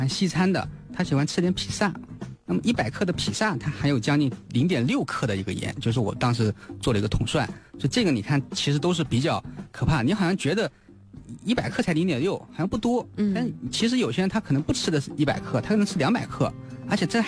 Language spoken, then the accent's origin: Chinese; China; 我们中国人